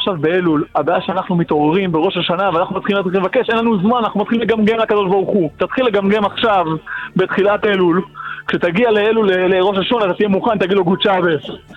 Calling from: Jerusalem, Jerusalem District, Israel

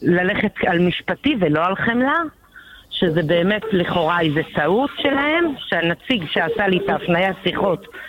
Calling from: Ashdod, Southern District, Israel; העברתי את הפרטים לחנות פה באשדוד. אני מאשדוד, פה באשדוד

